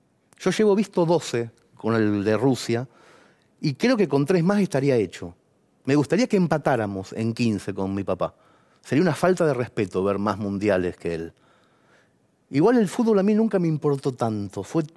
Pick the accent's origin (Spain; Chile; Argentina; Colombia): Argentina; Mercedes, Buenos Aires Province; La primera vez que yo vi una pelota de fútbol fue en el cielo de Mercedes, mi ciudad natal. Yo tendría como mucho 2 años.